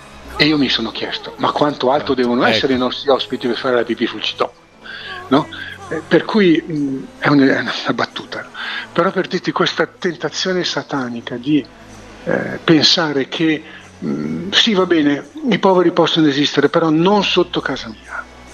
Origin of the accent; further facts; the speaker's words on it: Milan, Lombardy, Italy; E non per niente io amo ricordare da milanese che qui a Milano, alla stazione centrale, al binario 21